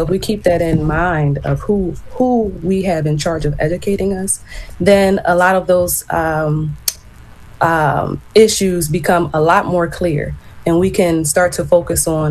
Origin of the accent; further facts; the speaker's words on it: United States; I am a proud American woman, and that acknowledges the accomplishments of my African ancestors, who in fact were present prior to European colonization.